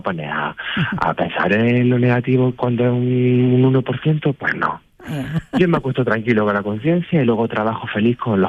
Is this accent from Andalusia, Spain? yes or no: yes; Úbeda, Andalusia, Spain; A Úbeda, mi tierra, mi preciosa ciudad